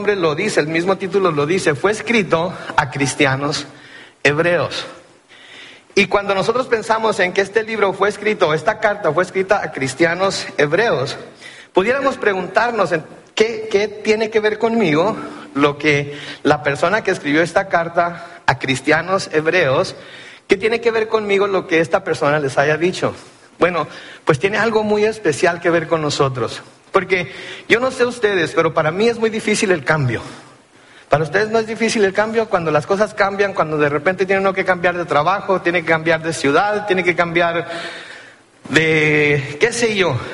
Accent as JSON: {"language": "Spanish", "town": "Compton", "region": "California", "country": "United States", "tie": "born or raised there", "said": "Porque soy de Compton, California, ¿ok? Soy lo que llamamos MWA. ¿Saben lo que quiere decir MWA? Quiere decir Mexican with an attitude, ¿ok? Entonces, yo soy de Compton, California."}